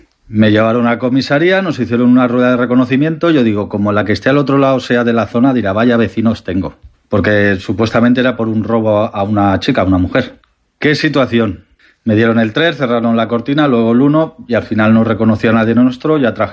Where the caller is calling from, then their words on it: Valencia, Valencian Community, Spain; Buenas noches, fareros y fareras. … de Valencia